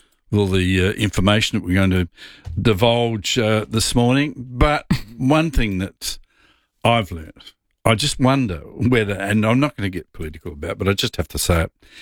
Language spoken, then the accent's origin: English; Payneham, South Australia, Australia; In a normal suburb. I grew up in Paynham. And those homes there now are over a million.